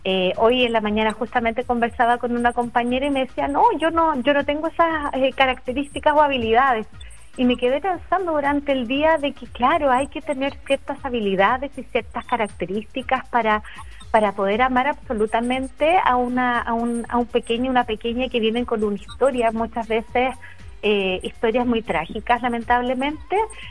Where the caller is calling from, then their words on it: Chile; acá en Chile